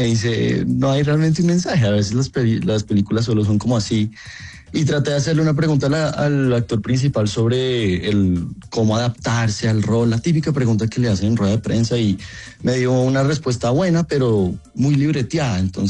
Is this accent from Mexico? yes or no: no; Colombia; de uno diciendo hola, soy de Colombia, esto es lo que traigo, esto es de este es el lugar de donde vengo, así somos